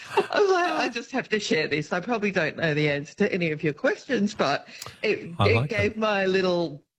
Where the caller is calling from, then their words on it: Alphington, Victoria, Australia; I'm actually from Alphington, not Clinton, whatever you said, but anyway.